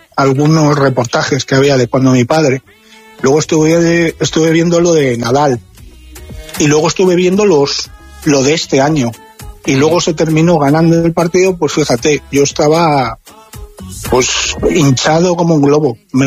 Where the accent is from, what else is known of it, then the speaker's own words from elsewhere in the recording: Spain; Primero porque soy español y segundo porque mi padre empezó con esto.